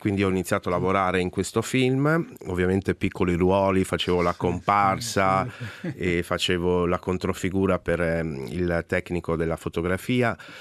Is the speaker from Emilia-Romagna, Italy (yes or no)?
yes; Bologna, Emilia-Romagna, Italy; also born or lived in Ferrara / Rome; E io sono nato in Italia, a Bologna negli anni 70, poi sono cresciuto tra Bologna e Ferrara e dopo ho continuato il mio percorso anche a Roma per qualche anno.